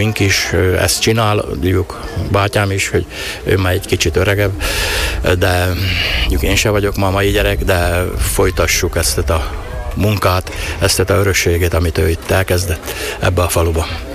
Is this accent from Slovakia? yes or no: no; Hodoš, Mura, Slovenia; ilyen pedagógus családból származunk, és én is itt lakok Hodosban, úgyhogy elég gyakran járok itten.